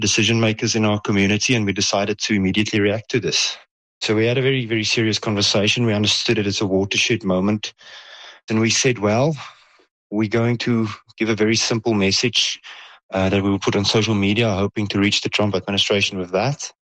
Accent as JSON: {"language": "English", "country": "South Africa", "said": "We moved away from British occupation with oxen wagon, and we are farming people. We are people of the open veld. We modernized our language."}